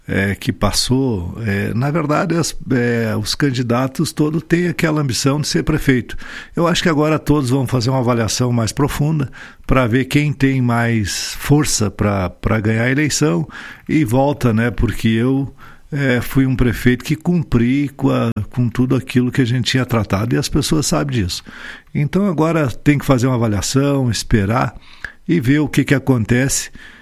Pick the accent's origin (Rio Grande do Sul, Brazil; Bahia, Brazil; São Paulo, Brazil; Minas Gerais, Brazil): Rio Grande do Sul, Brazil; Monte Alegre dos Campos; now in Vacaria, Brazil; Mas Monte Alegre é minha terra, né?